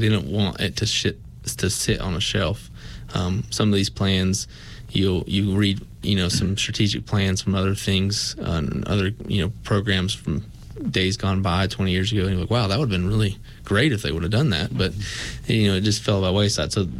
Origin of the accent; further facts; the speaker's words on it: Meadowview, Virginia, United States; You know, I was a kid from Medview. I wasn't from Abingdon, even though Abingdon is where I do everything.